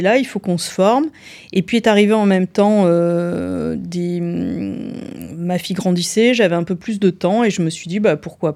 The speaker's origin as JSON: {"language": "French", "region": "Auvergne-Rhône-Alpes", "country": "France", "moved": "as an adult", "lives_now": "Valence, France", "said": "Non, je suis auvergnate. Je suis arrivée sur Valence il y a maintenant une vingtaine d'années."}